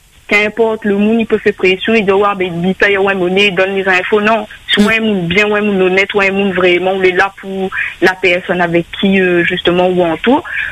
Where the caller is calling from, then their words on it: Réunion; nous, en tant que Réunionnais